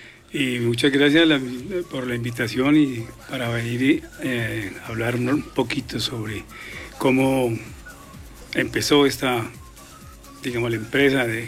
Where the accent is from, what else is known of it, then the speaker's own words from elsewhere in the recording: San José de Pare, Boyacá, Colombia; Yo soy de acá, de Boyacá, de un pueblo que se llama San José de Pare.